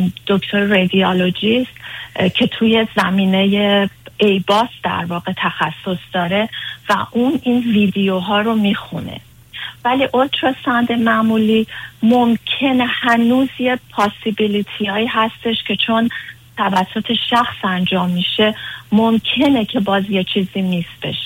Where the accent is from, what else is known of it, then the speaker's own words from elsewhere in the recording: Iran; من میگم چون خودم ایرانی هستم و همیشه هم یه ارادت خاصی به هموطنهای خودم داشتم